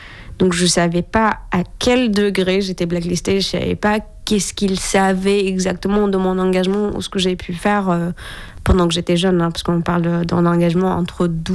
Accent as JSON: {"language": "French", "country": "Syria", "tie": "born or raised there", "moved": "as an adult", "lives_now": "France", "said": "J'ai grandi en Syrie, entre le camp de réfugiés palestiniens et un autre ville, parce que du coup c'est assez courant pour les Palestiniens d'avoir un peu ce lien avec tout ce qui peut nous rappeler notre communauté"}